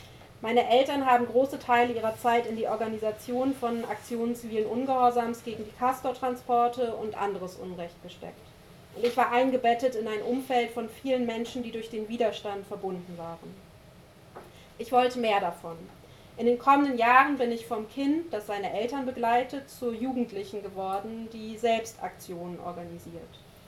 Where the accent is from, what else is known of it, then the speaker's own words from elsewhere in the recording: Lower Saxony, Germany; Ich bin im Wendland aufgewachsen, jedes Jahr wieder sind dort Atommülltransporte ins Zwischenlager nach Gorleben gefahren.